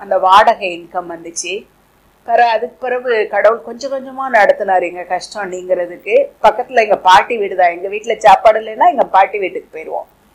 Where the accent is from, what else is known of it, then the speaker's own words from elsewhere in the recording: Sattur, Tamil Nadu, India; நான் சாத்தூரில் என் தாய் தகப்பனுக்கு … என் தாயார் பேர் லில்லி. நான் இரண்டாவது மகளாக பிறந்தேன். எனக்கு ஒரு அக்கா, இரண்டு தம்பிகள். கர்த்தரை அறியாத குடும்பத்தில் பிறந்து வளர்க்கப்பட்டேன். எல்லா தெய்வங்களையும் வணங்கி வந்தோம்.